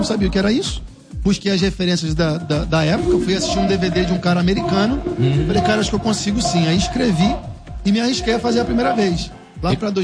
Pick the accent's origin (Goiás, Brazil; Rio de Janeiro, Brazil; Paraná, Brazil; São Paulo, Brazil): Rio de Janeiro, Brazil; Duque de Caxias; Eu sou do Rio de Janeiro, sou natural de Duque de Caxias, Xerém.